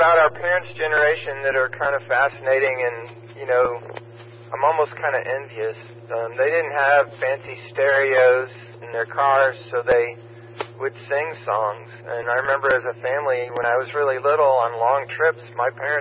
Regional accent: Chicago, Illinois, United States; now in Austin, United States; I grew up in the Chicago area

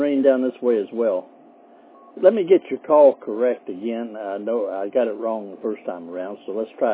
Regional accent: Cynthiana, Kentucky, United States; now in Florida, United States; And I grew up in Lexington, just north of Lexington, Kentucky, in a little town called Cynthiana. And came to Florida back in 1985, so I'm kind of a split personality. I still got my accent, though

